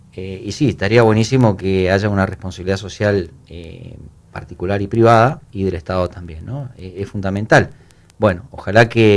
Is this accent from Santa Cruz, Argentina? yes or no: yes; Santa Cruz, Argentina; yo tengo chacareras igual que hablan de Santa Cruz, de nuestra región.